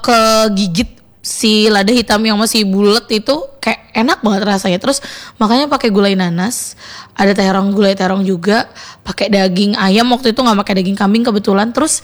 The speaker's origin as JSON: {"language": "Indonesian", "region": "Java", "country": "Indonesia", "said": "Sebagai orang Jawa aku enggak tahu ada rendang Jawa."}